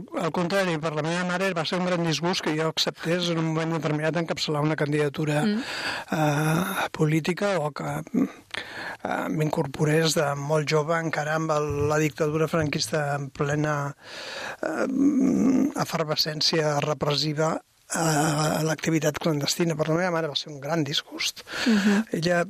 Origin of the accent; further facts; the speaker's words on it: Mollet del Vallès, Catalonia, Spain; Diguem que per al Mollet, poble que hi ha dintre de la ciutat actual, jo sóc la filla de Campinyonaire.